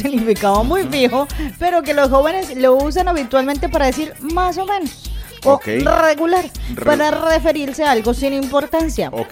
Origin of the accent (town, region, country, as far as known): Colombia